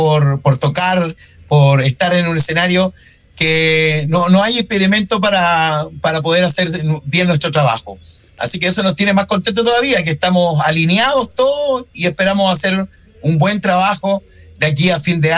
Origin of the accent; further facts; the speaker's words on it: Punitaqui, Coquimbo, Chile; now in Ovalle, Chile; Bueno, nosotros somos de Punitaqui. Yo soy oriundo de Punitaqui. La tierra de los molinos, la música y la amistad, como dicen las animaciones. Y Punitaqui queda a 25 kilómetros de Ovalle. Yo vivo en Ovalle, ya, con mi familia y todo.